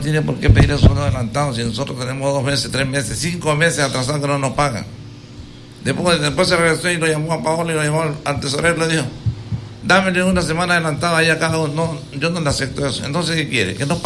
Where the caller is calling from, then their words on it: Quevedo, Los Ríos, Ecuador; nosotros los quevedeños